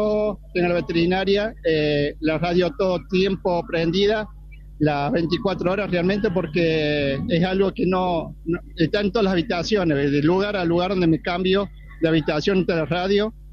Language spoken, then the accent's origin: Spanish; Córdoba, Argentina; moved away as an adult; also born or lived in Esperanza, Santa Fe; Nací en Córdoba, estudié en Córdoba mi primaria, mi secundaria.